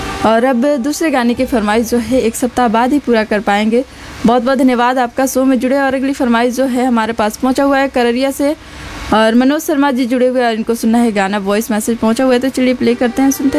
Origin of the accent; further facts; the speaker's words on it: Gopalganj, Bihar, India; मैं गोपालगंज से ही हूँ